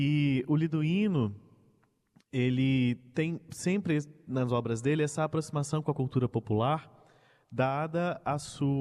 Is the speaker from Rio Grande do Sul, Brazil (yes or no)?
no; Minas Gerais, Brazil; eu sou mineiro.